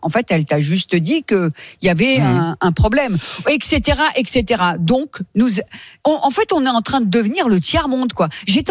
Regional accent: France; Moi, je suis comme vous, on a grandi dans cette société, on est français depuis longtemps, on a grandi ici, d'accord, moi dans mes générations.

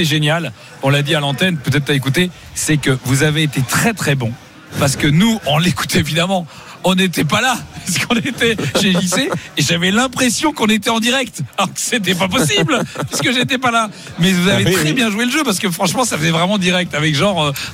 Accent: Spain; Donc, si tu veux, moi, je suis espagnol.

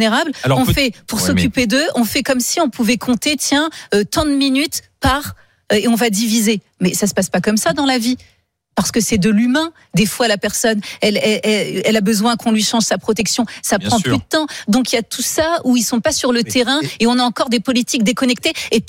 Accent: Poitiers, Nouvelle-Aquitaine, France; now in Paris, France; moi, j'ai grandi à Poitiers

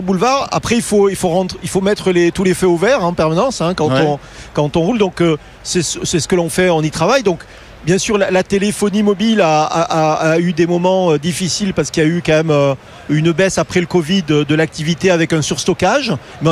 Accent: France; Non, honnêtement, c'est pas parce que je suis français que je le dis

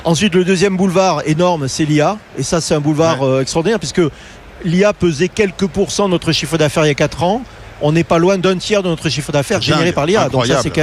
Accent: France

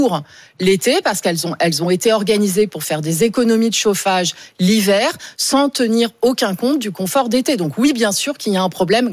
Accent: Nouvelle-Aquitaine, France; Moi, je viens du département des Deux-Sèvres, qu'en est à sa troisième canicule depuis le mois de mai.

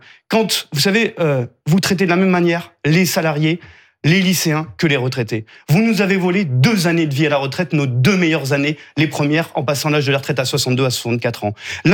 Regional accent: Auvergne-Rhône-Alpes, France; Je suis d'Auvergne

